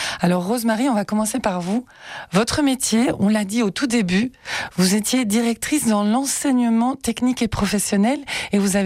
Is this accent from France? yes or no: no; Brussels, Brussels-Capital Region, Belgium; Moi je suis une vraie bruxelloise et je suis très très fan de Bruxelles